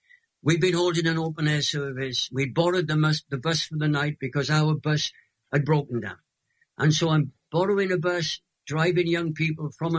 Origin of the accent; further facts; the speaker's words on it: Crosskeys, Wales, United Kingdom; So I grew up in a mining village in Wales called Crosskeys. So I'm a Welsh Valley hardened Pentecostal by upbringing.